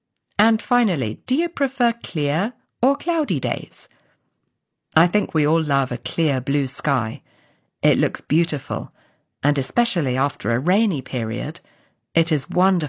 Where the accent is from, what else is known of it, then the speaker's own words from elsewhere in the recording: United Kingdom; I come from Britain, where we have a lot of weather. It's a stereotype about British people that they love talking about the weather.